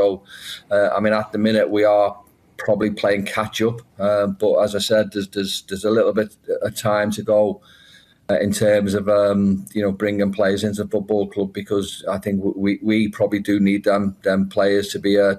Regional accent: Liverpool, North West England, United Kingdom; I'm from Liverpool, home

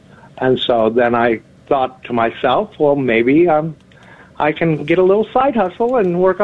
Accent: San Diego, California, United States; moved away as an adult; now in Northern Idaho, United States; I moved up here. I was originally from San Diego, and we moved up here 30 years ago and have never left.

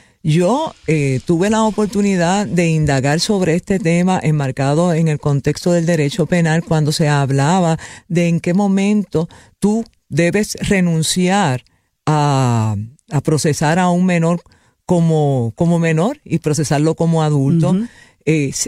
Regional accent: Puerto Rico; cómo criamos a nuestros muchachos, cómo vemos a nuestros jóvenes en Puerto Rico versus la idiosincrasia estadounidense

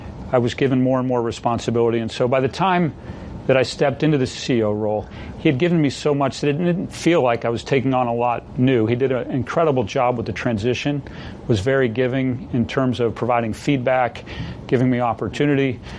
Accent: Boston, Massachusetts, United States; I grew up in the Boston, Massachusetts area.

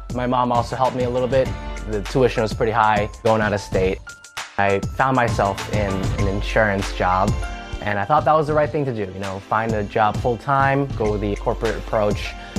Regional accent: Long Island, New York, United States; I grew up in Long Island, New York. I lived with my mom and my two older brothers, Thomas and Norman. I went to school there. I lived there all my life as a kid growing up.

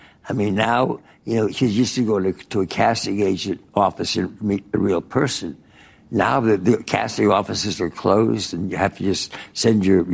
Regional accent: East Coast, United States; Well, I grew up in the East Coast. I was in all boys sort of private prep schools and this and that.

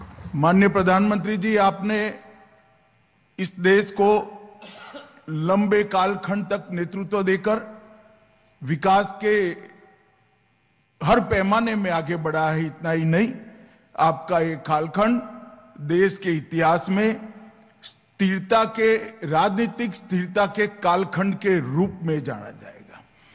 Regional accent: Gujarat, India; मैं गुजरात से आता हूं

